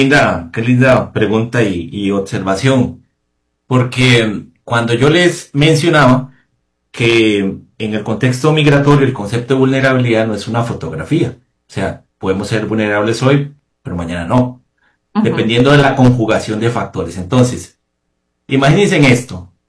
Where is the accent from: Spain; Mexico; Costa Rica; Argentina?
Costa Rica; nosotros como costarricenses